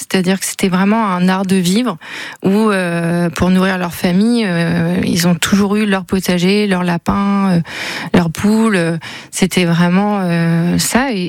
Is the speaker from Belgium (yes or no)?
no; Maromme, Normandy, France; born there; also born or lived in Saint-Jean-du-Cardonnay; L'école, on était sur Marome.